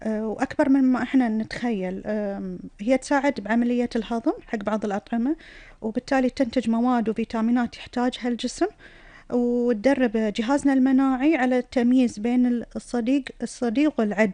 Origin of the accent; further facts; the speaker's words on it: Kuwait; ويحفظ ديرتنا